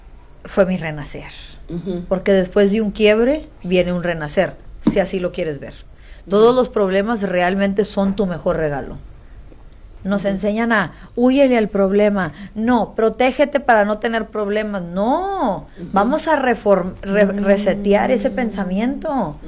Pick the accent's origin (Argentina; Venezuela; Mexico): Mexico; also born or lived in Waco, Texas; Yo soy chaparrita, mexicana, voluptuosita, y de pierna corta